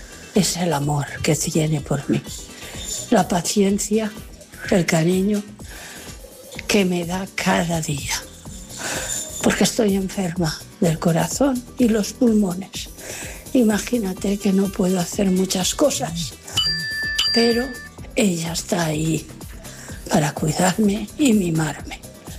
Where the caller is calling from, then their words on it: Santa Bárbara, Spain; de Santa Bárbara.